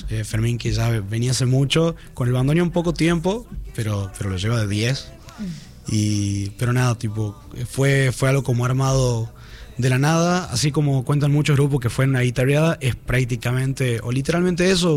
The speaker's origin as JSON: {"language": "Spanish", "region": "Tucumán", "country": "Argentina", "said": "no solo yo, más no solo … que cantamos, sino todos que venimos de Tucumán, el hecho de ver que la gente le gusta tanto el folclore"}